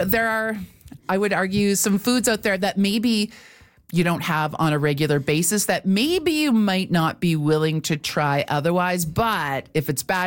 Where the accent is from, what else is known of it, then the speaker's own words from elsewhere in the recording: Alberta, Canada; growing up in Northern Alberta, it was a lot of meat and potatoes